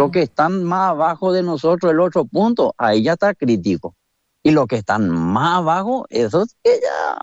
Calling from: Paraguay; los camioneros que venimos de Paraguay

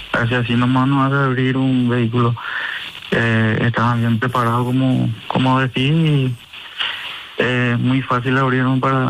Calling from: Ipané, Central, Paraguay; estoy muy lejos también del lugar de entrenamiento, de salir de Ipané y irte a Luque

